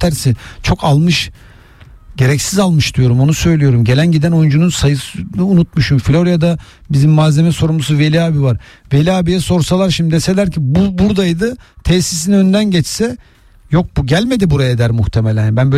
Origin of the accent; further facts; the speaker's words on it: Kavak, Samsun, Turkey; Benim Kavak'ta bir şey var. Orada oturuyorum. Doğma büyüme oralıyım.